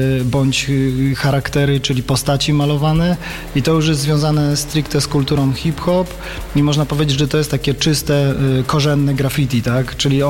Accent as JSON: {"language": "Polish", "region": "Silesian Voivodeship", "country": "Poland", "said": "u mnie ta kultura hip-hop zespoiła się z naszą kulturą beskidzką bardzo mocno. Ja jako dzieciak tańczyłem w zespole regionalnym i przy tym wszystkim, co mówiliśmy, co się działo w latach 90. na polskich osiedlach i tutaj u nas też na południu Polski."}